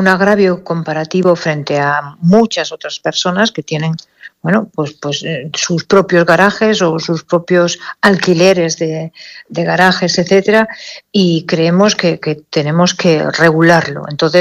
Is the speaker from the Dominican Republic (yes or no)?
no; Torrelavega, Cantabria, Spain; esas personas que somos de Torrelavega